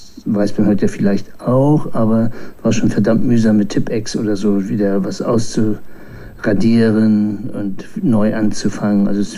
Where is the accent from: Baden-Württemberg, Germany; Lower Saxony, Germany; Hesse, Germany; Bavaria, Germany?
Lower Saxony, Germany; Lüneburg; Naja, ich bin in Lüneburg geboren, auf dem Dorf, 10 Kilometer weiter aufgewachsen, zum Johanneum gegangen